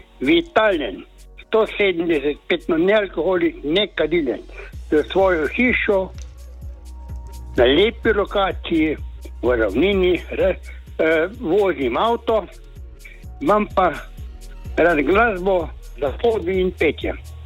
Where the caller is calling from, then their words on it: Carinthia, Slovenia; Jaz sem iz Koroške